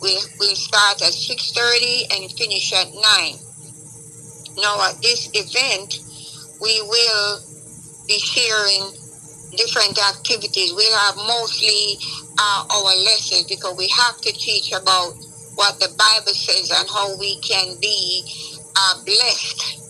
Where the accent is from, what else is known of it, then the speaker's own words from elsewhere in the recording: Jamaica; now in Atlanta, United States; I am originally from Jamaica, and I've made my home in Atlanta, loving living here.